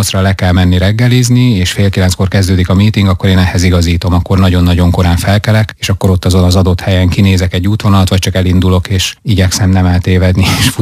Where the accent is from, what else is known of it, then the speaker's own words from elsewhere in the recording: Vojvodina, Serbia; moved away as an adult; now in Hungary; én határon túl születtem, Vajdaságban, ott is nőttem fel, ott érettségiztem, csak egyetemet kezdtem itt el Magyarországon.